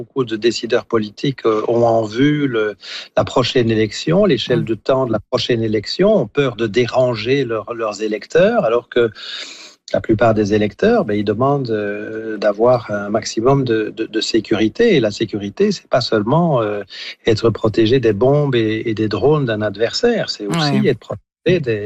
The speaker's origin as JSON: {"language": "French", "country": "Belgium", "said": "chez nous en Belgique"}